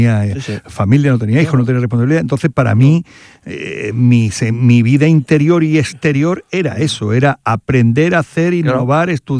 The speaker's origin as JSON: {"language": "Spanish", "town": "Córdoba", "region": "Andalusia", "country": "Spain", "said": "Como cordobés, semi-electo por parte de mi familia que vive en Córdoba y parte de la histórica de mi familia"}